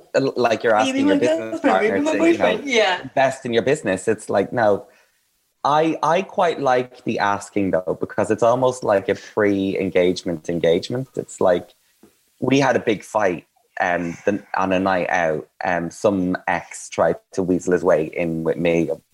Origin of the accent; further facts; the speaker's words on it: Ireland; Straight to the point, I'm Irish, and no messing.